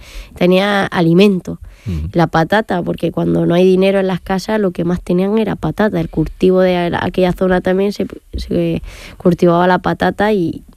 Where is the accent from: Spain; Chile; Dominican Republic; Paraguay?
Spain; Galera, Andalusia; born there; allí en Galera, donde fuimos al colegio, al Cristo de la Inspiración